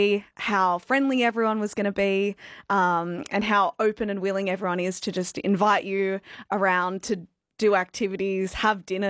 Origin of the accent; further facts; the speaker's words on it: Sydney, New South Wales, Australia; now in Darwin, Australia; So I grew up in the Big Smoke in Sydney, and I thought Darwin was, I mean, a lot of it is actually true, a lot of the stereotypes